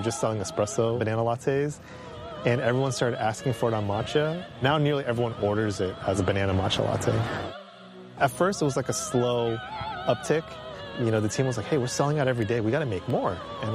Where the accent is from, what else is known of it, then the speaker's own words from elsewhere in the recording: San Francisco, California, United States; So, born and raised in San Francisco, lived there for most of my life, and my wife Kathy is from San Jose.